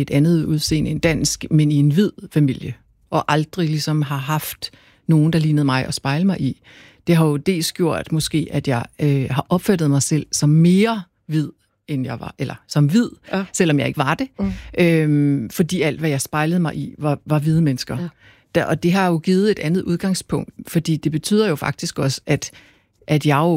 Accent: Jutland, Denmark; first language Korean; Danish is a second language; also born or lived in South Korea; jeg voksede op i Jylland.

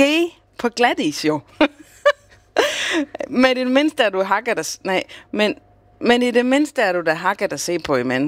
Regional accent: Capital Region of Denmark, Denmark; Nej, men det hedder vasker på Bornholm, hvor jeg kommer fra.

